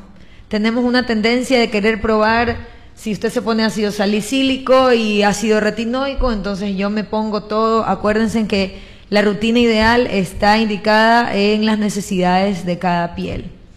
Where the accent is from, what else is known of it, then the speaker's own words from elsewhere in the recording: Manabí, Ecuador; hablando de nuestra alimentación como ecuatorianos como tal, ¿no? Nosotros, el problema nuestro, sobre todo los manabitas, tenemos demasiado consumo de carbohidratos.